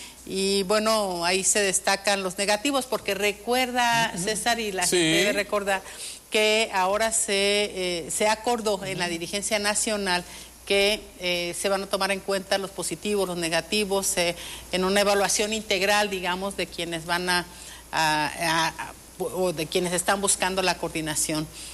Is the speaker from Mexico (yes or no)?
yes; Michoacán, Mexico; este es un libro que le dedico a las mujeres de mi tierra, a las mujeres de la Tierra Caliente y la Sierra Costa de Michoacán.